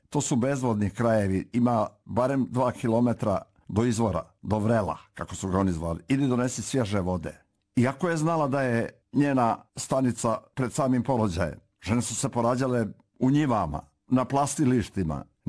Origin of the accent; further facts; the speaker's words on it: Morakovo, Nikšić Municipality, Montenegro; u onom mom zavičaju odakle sam ja, gdje sam rođen, gdje sam nastao, gdje sam rastao, a to je Nikšićki kraj i selo Morakovo u Župi Nikšićkoj, planinsko selo.